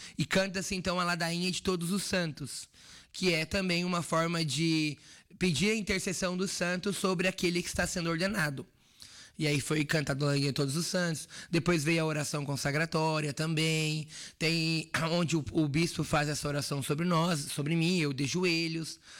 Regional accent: São João do Sul, Santa Catarina, Brazil; also born or lived in Canoas; now in Soledade, Brazil; a minha terra natal, que é no município de São João do Sul, litoral sul catarinense.

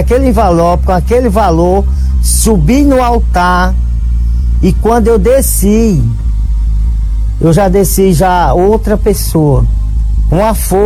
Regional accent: Castelo do Piauí, Piauí, Brazil; Aí eu peguei o ônibus lá na minha cidade, em Castelo, no Piauí, e vim diretamente aqui para o Templo de Salomão.

